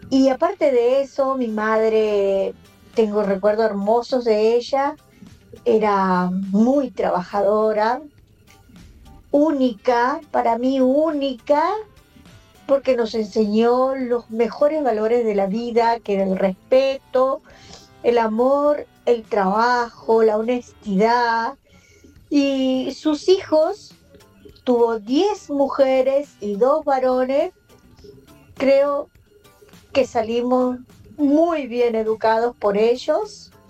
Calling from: González Catán, Buenos Aires Province, Argentina; Hola Radio Latina … de González Catán.

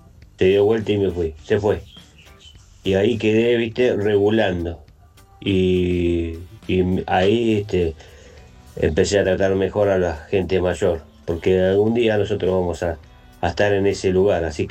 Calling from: Bella Vista, Buenos Aires Province, Argentina; de Bellavista

